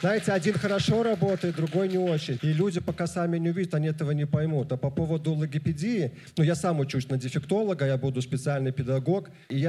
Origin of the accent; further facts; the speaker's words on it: Vitebsk, Vitebsk Region, Belarus; я из Витебска.